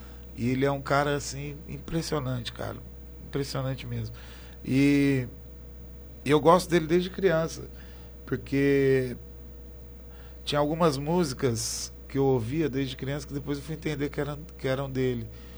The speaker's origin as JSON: {"language": "Portuguese", "town": "Taubaté", "region": "São Paulo", "country": "Brazil", "tie": "born there", "accent": "taubatiano", "said": "Eu nasci em Taubaté"}